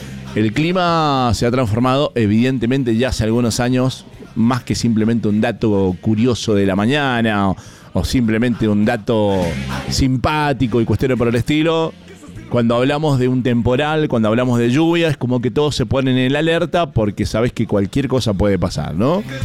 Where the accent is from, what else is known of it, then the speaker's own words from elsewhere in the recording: Mendoza, Argentina; a los montañeses como somos nosotros los mendocinos